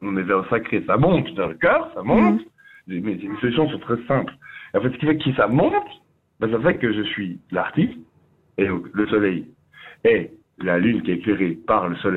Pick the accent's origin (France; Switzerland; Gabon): Switzerland; Neuchâtel; je suis de Neuchâtel, où j'habite en dessous de la gare